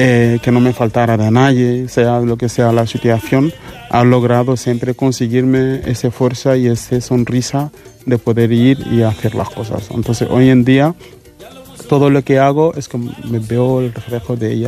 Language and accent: Spanish; Senegal